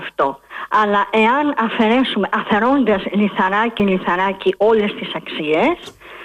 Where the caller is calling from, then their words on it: Athens, Attica, Greece; είμαι από Πλατεία Αμερικής.